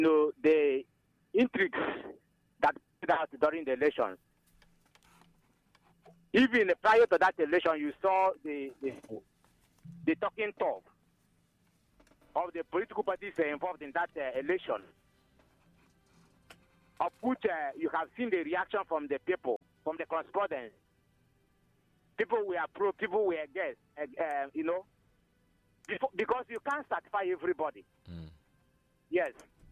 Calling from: Nkumpro, Ebonyi, Nigeria; I am reaching you from Nkumpro, which is located in Inyaba, the government center of Ebonyi State.

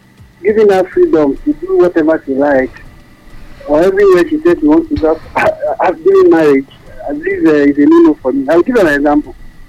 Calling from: Lagos, Nigeria; I'm calling from Lagos.

